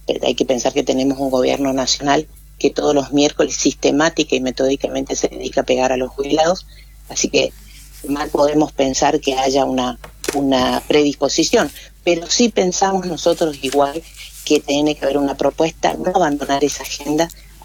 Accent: Corrientes, Argentina; moved away; Yo ya les dije que yo soy nacida en Corrientes, de padres chaqueños, pero nacida en Corrientes, así que también es nuestra región. Bien, es nuestra región también, donde la lengua guaranítica también nos une y nos acompaña.

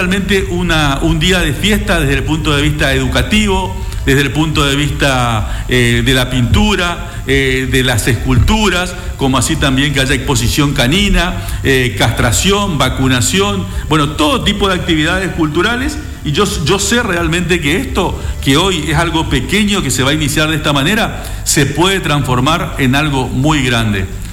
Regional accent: Resistencia, Chaco, Argentina; soy del Chaco, de la ciudad de Resistencia

